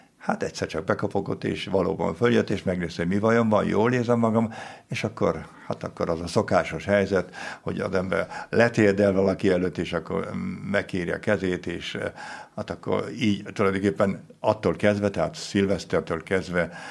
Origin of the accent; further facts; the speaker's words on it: Hungary; now in Germany; Én magyar vagyok.